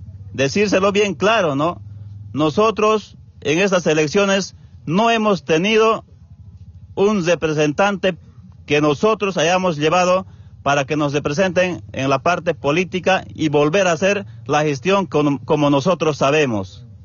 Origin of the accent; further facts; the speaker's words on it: Bolivia; Entonces nosotros como bolivianos no podemos permitir que de esa manera nos amedrente